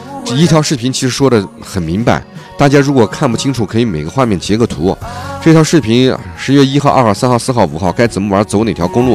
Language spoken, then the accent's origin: Chinese; Xinjiang, China; 要不是我就是新疆人啊